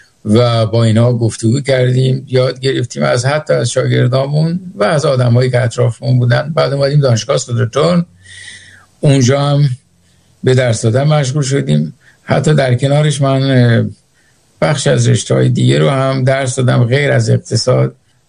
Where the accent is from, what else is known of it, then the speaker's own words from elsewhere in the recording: Iran; now in Sweden; همین که گفتی از سوئد میام ما فکر می‌کنیم تو سوئدی هستی. گفتم نه با من اصلا از ایران میام، ولی سوئد هر جا که میریم بیرون